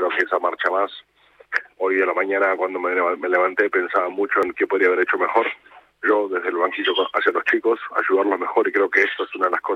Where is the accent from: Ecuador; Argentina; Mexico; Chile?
Argentina; y creo que como argentino lo he disfrutado, pero vamos, con todo mi cuerpo.